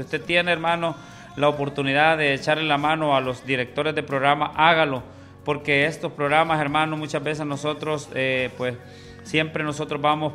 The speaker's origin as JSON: {"language": "Spanish", "area": "Coatepeque", "region": "Santa Ana", "country": "El Salvador", "tie": "born or raised there", "moved": "yes", "lives_now": "near the Guatemala border, El Salvador", "said": "crecí en el Resbaladero, hermanos, pero nos encontramos ya, hermano, en lo que es las fronteras hacia Guatemala, pues por acá estamos nosotros ya ubicados."}